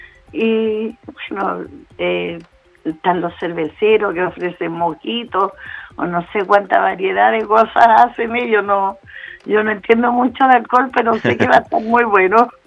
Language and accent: Spanish; Los Lagos, Chile; somos la gente de Río Blanco